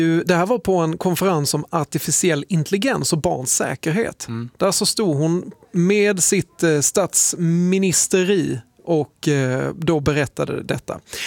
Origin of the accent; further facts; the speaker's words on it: Skåne, Sweden; jag är ju hör och häpna från Skåne